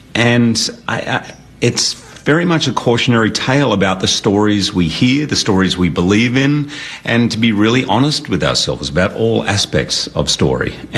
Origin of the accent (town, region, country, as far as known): Australia; born or raised there